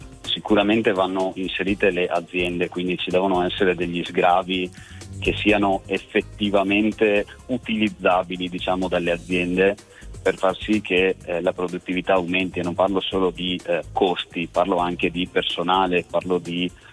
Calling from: Veneto, Italy; Chiamo dalla provincia di Treviso.

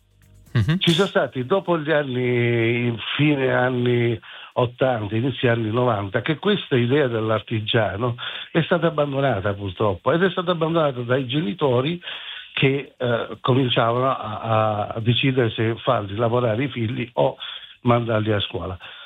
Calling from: Cologno Monzese, Lombardy, Italy

